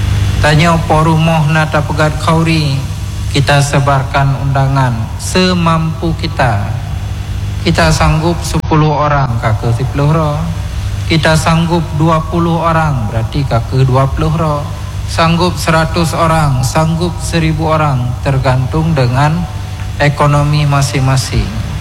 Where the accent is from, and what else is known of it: Aceh, Indonesia